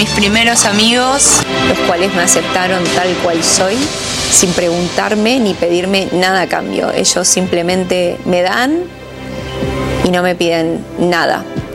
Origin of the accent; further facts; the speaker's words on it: Uruguay; uruguaya.